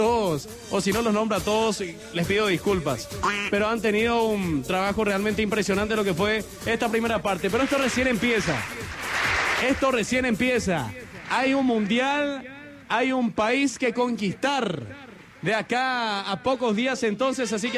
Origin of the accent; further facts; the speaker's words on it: Itá, Central, Paraguay; Hoy, como yo soy de Itá, la mayoría de la gente sabe, vivo acá cerquita de la cancha del 12 de octubre